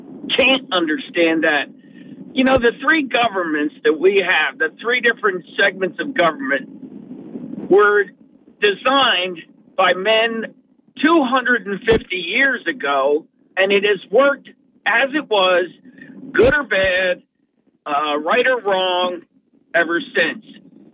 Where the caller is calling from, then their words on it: Norwich, New York, United States; I'm from Norwich.